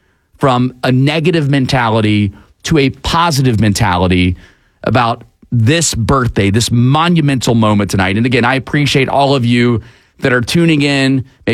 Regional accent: United States; I will always tell you that I am an American

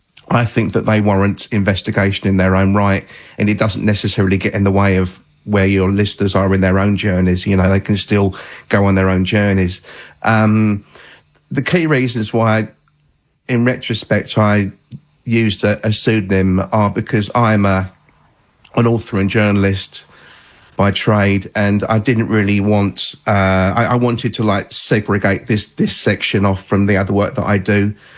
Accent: England, United Kingdom; That made me feel really at home as an Englishman.

